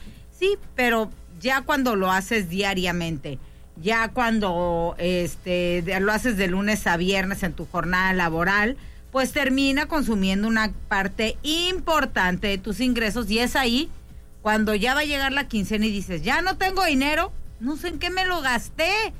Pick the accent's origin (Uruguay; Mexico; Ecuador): Mexico; Mexicali, Baja California; soy de Mexicali, vivo muy a gusto aquí, no tengo pensado irme a vivir a Alaska ni a ningún otro lugar.